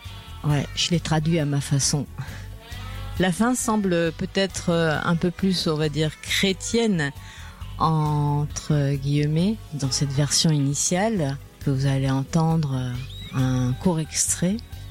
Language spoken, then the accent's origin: French; Chile; moved away; cette chanson de mon pays natal, le Chili.